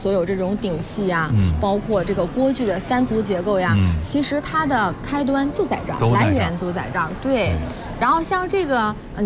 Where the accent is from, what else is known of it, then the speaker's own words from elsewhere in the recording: Henan, China; 像咱们河南人一样，是不是特别实在？